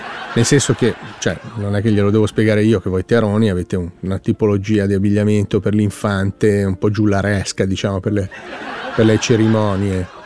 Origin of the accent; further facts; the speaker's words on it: northern Italy, Italy; accent: northern Italian; Sì, salve, mi scusi, sono del nord Italia, come può sentire dal mio accento.